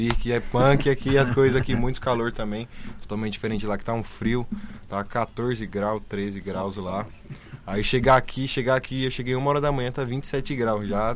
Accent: Santo André, São Paulo, Brazil; Sou de São Paulo, Santo André.

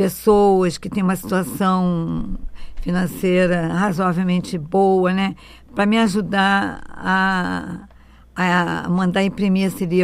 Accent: Rio de Janeiro, Brazil; accent: chiado carioca; moved away; Eu chio muito, né? Não sei, porque sou carioca.

